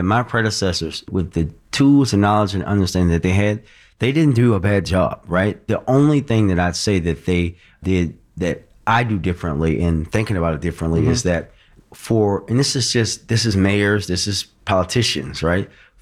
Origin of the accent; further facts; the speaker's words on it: Baltimore, Maryland, United States; So I was born and raised in Baltimore. Born in 1984.